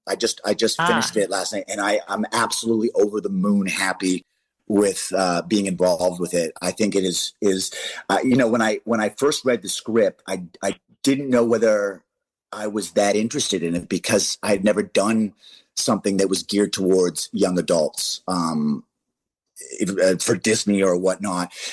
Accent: Canada; now in United States; I'm Canadian. I love Canada, born and raised. America gave me the amazing opportunity of flourishing in this great film business.

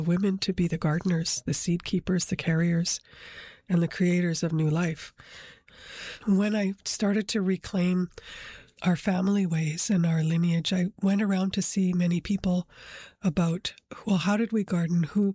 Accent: Manitoba, Canada; and I'm from Swan Lake First Nation, Kapshkikamak, with relations in Long Plain, too.

